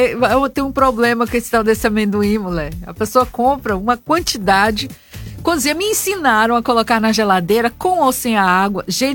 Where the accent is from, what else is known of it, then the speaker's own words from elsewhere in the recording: Minas Gerais, Brazil; moved away; Porque eu sou mineira